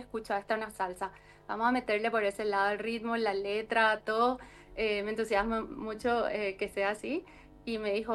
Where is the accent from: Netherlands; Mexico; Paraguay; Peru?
Paraguay; moved away; todos los paraguayos que estábamos ahí, vamos a cantar.